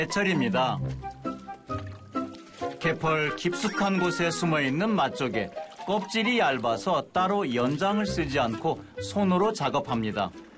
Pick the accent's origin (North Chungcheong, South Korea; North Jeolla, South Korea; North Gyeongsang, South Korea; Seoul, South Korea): North Jeolla, South Korea; Gimje; 제 고향 김제도 맛있는 조개가 참 많거든요.